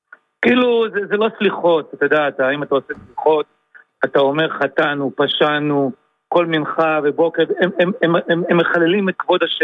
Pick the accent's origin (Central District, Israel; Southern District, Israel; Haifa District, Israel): Haifa District, Israel; Givat Olga; גם אני גדלתי בגבעת אולגה. אני גרתי אישית את משה כחלון. הכרתי הרבה אנשים אישית. אבל אף פעם לא הגענו לרמות כאלה נמוכות. אף פעם לא הגענו. גם אני גדלתי בפריפריה, כל חברה ימנים.